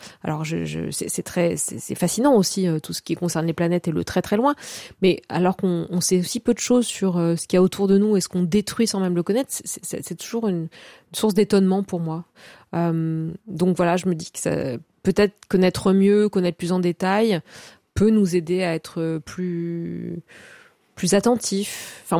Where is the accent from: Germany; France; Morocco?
France; Corsica; moi, je suis donc originaire de Corse et de Moyenne-Montagne, de Castagniccia.